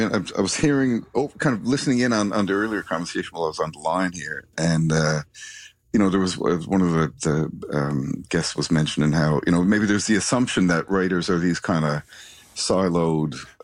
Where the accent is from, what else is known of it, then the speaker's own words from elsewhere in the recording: Carbonear, Newfoundland and Labrador, Canada; I used to go by there, you know, when I was, again, growing up in Carbonear, like we'd always, usually when I'd be going up the shore, down the shore